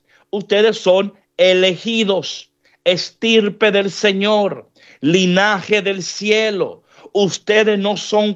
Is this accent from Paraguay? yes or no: no; New York, United States; yo crecí en New York.